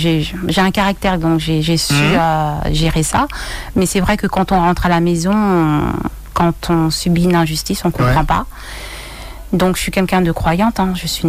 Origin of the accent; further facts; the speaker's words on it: French Guiana; Chez moi, je suis Guyanaise, je suis née ici. C'est vrai que je suis partie 33 ans.